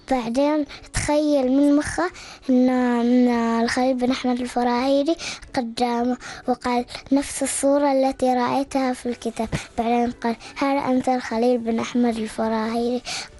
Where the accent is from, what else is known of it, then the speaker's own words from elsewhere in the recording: Oman; لأنهم من بلدي عمان الحبيبة